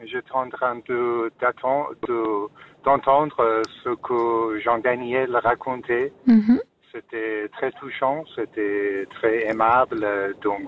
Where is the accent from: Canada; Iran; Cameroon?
Iran; now in Lutry, Switzerland; En Suisse, parce que je viens d'un pays du Moyen-Orient, je viens de l'Iran.